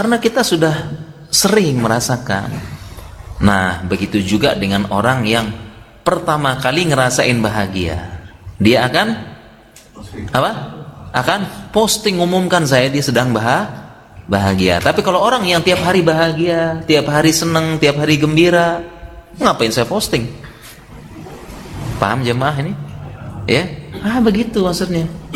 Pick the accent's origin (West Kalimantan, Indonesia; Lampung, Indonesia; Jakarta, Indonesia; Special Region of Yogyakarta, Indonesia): Special Region of Yogyakarta, Indonesia; Yogyakarta; Kita orang Jogja